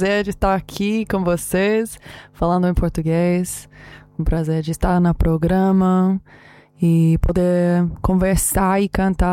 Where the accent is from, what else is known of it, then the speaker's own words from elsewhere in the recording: Sydney, New South Wales, Australia; also born or lived in Chile / Brazil; Born and raised in Sydney, Australia. I spent a few years of my adult life living over in South America and had the pleasure of singing and composing music over there in Chile and Brazil